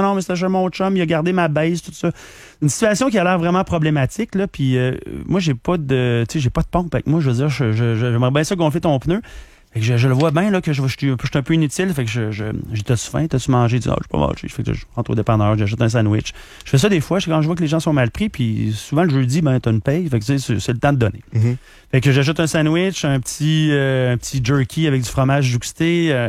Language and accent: French; Quebec, Canada; T'sais, moi, je suis Canadien, je suis Québécois, là.